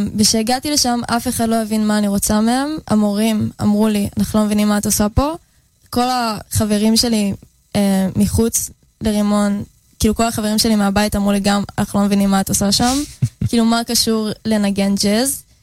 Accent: Tel Aviv-Yafo, Tel Aviv District, Israel; אז אני מיפו במקור, מאג'מי.

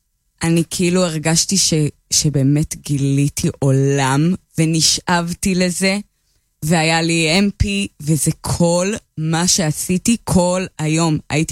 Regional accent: Jerusalem, Jerusalem District, Israel; באמת גדלתי במלחה, והרבה ממה שהיינו שומעות זה כזה פופ, כן?

